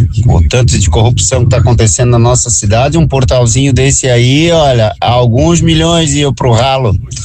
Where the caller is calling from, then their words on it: Blumenau, Santa Catarina, Brazil; Eu sou aqui do bairro da Velha.